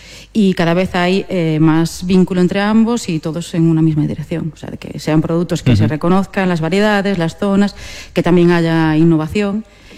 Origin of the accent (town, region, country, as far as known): Vilagarcía de Arousa, Galicia, Spain